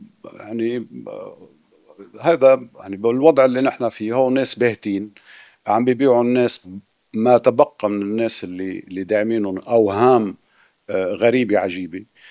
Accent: South Lebanon, Lebanon; مثلي أنا شيعي من الجنوب

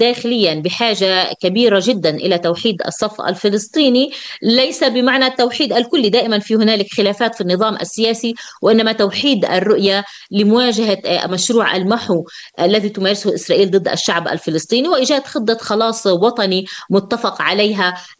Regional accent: Palestine; كفلسطينيين

